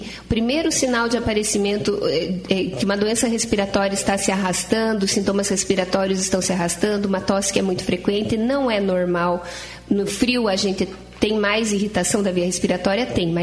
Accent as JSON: {"language": "Portuguese", "town": "Castro", "region": "Paraná", "country": "Brazil", "tie": "born there", "said": "Eu sou nascida em Castro."}